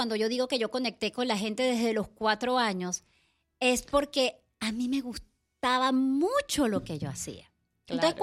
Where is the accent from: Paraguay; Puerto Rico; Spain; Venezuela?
Venezuela; moved away